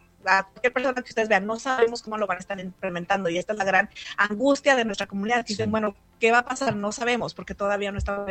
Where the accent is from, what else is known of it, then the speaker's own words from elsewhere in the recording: United States; yo soy mexicana, ¿verdad? Pero pues yo soy de Estados Unidos